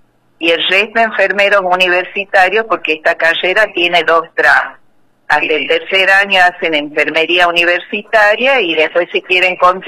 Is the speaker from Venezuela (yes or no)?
no; Villa Clodomiro Hileret, Tucumán, Argentina; Y yo soy de Villa Clodomiro y Lered. Villa Clodomiro y Lered, o sea que también soy del sur.